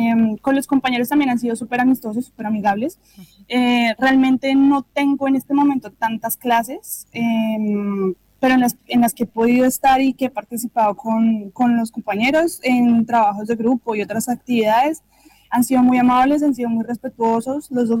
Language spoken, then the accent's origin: Spanish; Bogotá, Bogotá Capital District, Colombia; moved away as an adult; now in Concordia, Argentina; Yo en Colombia vivo en Bogotá, en el distrito capital.